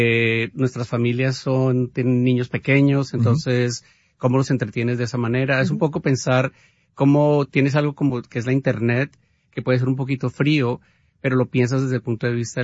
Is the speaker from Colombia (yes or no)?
yes; Colombia; yo soy colombiano